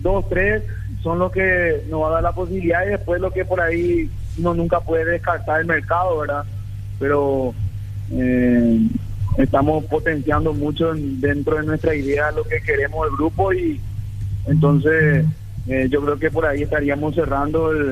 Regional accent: Paraguay; Nosotros como paraguayos, seguir creciendo, seguir aprendiendo en todo este tiempo.

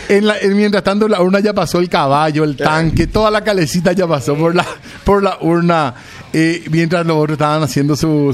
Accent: Paraguay; nosotros éramos un país de ¿cuánto? Éramos 3 millones poquito, y medio de habitantes.

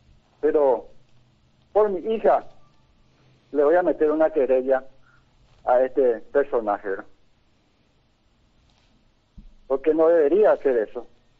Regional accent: Pedro Juan Caballero, Amambay, Paraguay; me debo a mi pueblo de Pedro Juan Caballero.

